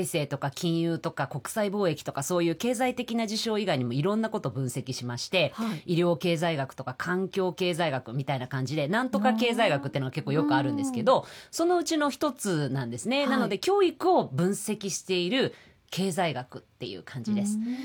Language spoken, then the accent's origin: Japanese; Nara, Japan; 私の高校の友達も結構やっぱ地元に残ってる子が多いから、うん、東京で奈良の方に会うってすごいね